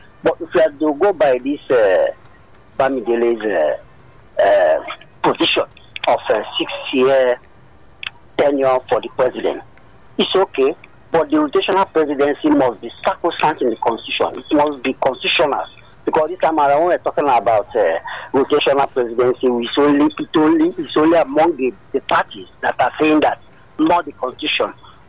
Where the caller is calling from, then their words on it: Lagos, Nigeria; I'm calling from Abaranja in Ikotun.